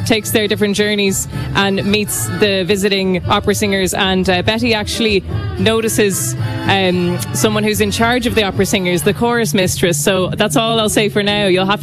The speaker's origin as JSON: {"language": "English", "country": "Ireland", "tie": "born or raised there", "moved": "as an adult", "lives_now": "Switzerland", "said": "I get to be in my home country, only 2 hours down from where I grew up"}